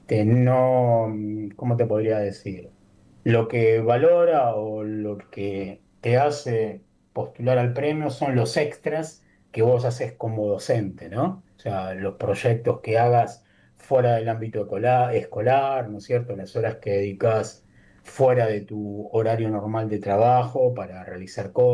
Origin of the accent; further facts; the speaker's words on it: Argentina; Somos dos docentes de Argentina que estamos postulados a los 50 mejores docentes del mundo, ¿no?